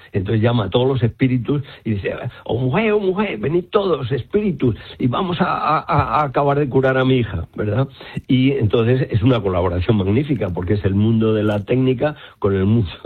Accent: Madrid, Community of Madrid, Spain; now in Armuña, Spain; Y yo, de hecho, soy madrileño de Chamberí y me he ido a vivir a la Armuña salmantina

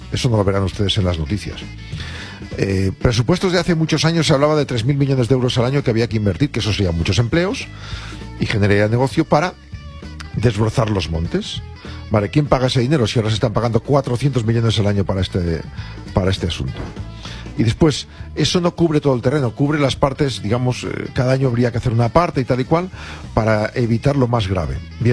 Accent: Neila, Castile and León, Spain; Dos, nosotros en nuestros pueblos se vivía de los pinos. Con los pinos de mi pueblo en Neila, pues hacían, decían, las grandes crucetas de las velas de los barcos, ¿vale?

